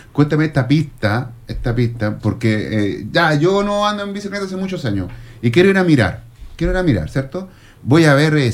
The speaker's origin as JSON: {"language": "Spanish", "town": "Iquique", "region": "Tarapacá", "country": "Chile", "tie": "born or raised there", "said": "cuando niño, acá en Iquique"}